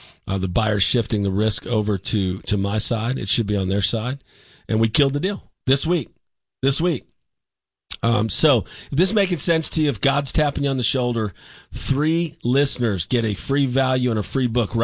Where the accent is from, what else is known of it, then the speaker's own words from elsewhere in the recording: Dallas, Texas, United States; I'm originally from Lake Highlands.